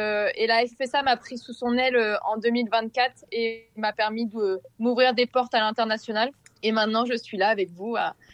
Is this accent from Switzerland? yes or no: no; Normandy, France; born there; now in Sarthe, France